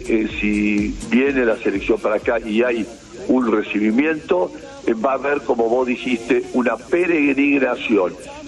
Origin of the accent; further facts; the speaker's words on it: Argentina; casi todos tenemos una sangre española, por supuesto somos muy argentinos